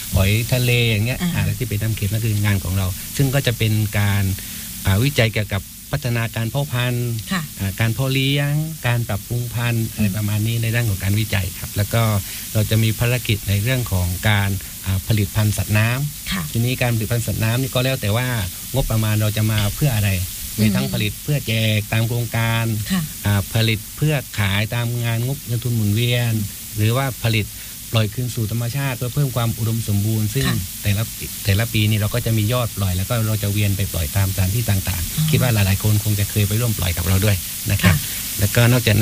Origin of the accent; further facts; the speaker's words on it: Krabi, Thailand; now in Phang Nga, Thailand; ผมเป็นคนกระบี่